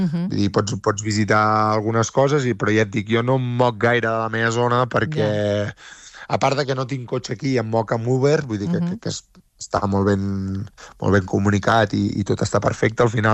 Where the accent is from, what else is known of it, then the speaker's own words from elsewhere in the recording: Catalonia, Spain; now in Mexico; d'on soc, de Catalunya